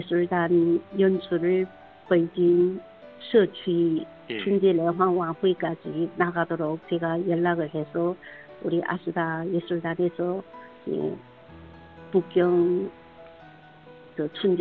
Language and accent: Korean; China; 우리가 조선족으로서 우리 말 우리 글을 사랑하고 정말 조선족으로서의 긍지감을 갖고